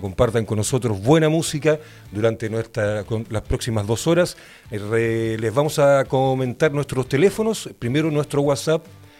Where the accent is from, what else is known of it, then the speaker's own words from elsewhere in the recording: San Carlos, Ñuble, Chile; me siento tremendamente emocionado de volver a la radio y volver en mi tierra natal